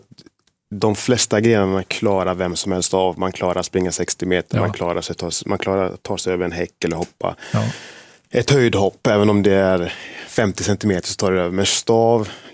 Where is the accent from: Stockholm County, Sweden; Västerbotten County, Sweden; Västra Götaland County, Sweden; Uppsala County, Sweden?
Västra Götaland County, Sweden; Gothenburg; Och vi hade ju något som hette Angeredscupen i Angered där jag växte upp.